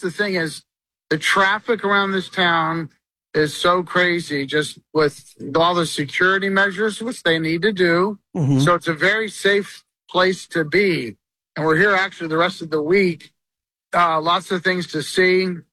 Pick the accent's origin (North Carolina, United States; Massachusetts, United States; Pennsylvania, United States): Pennsylvania, United States; I was raised in Pennsylvania, so I'm like, represent.